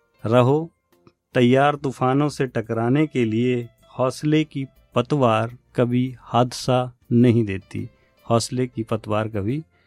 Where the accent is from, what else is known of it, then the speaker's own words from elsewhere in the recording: Hamirpur district, Himachal Pradesh, India; moved away as an adult; now in Ambala, India; मैं मूलतः हिमाचल प्रदेश में जिला हमीरपुर में एक छोटा सा गांव है जोड़ियम नेरी करके, और वहाँ पे मेरा जन्म हुआ है। और मेरी बेसिक एजुकेशन मैट्रिक तक वहीं मेरे गांव के ही स्कूल में हुई थी, गवर्नमेंट स्कूल में।